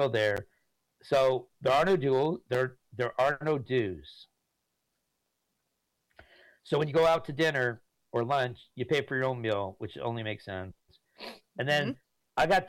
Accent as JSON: {"language": "English", "region": "California", "country": "United States", "said": "I'm from California."}